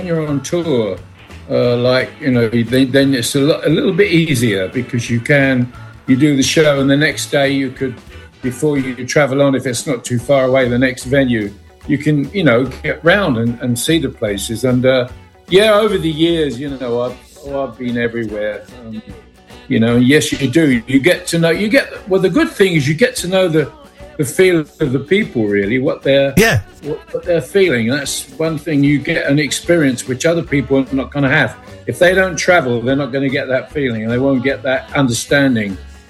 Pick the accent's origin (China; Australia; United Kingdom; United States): United Kingdom; London; accent: London; And I don't think he'd ever heard my London accent.